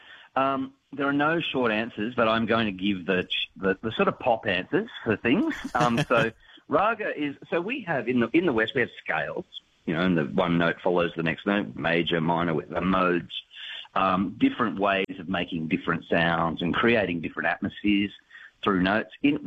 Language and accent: English; Grenfell, New South Wales, Australia; now in Bathurst, Australia; I grew up on a sheep farm west of Grenfell. So I was born in Grenfell